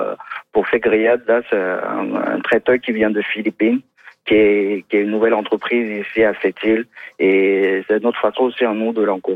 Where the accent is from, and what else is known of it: Douala, Littoral, Cameroon; now in Canada